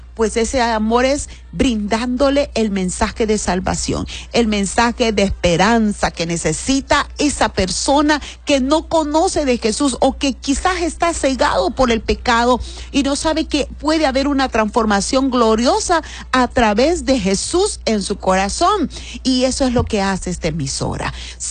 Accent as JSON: {"language": "Spanish", "country": "Honduras"}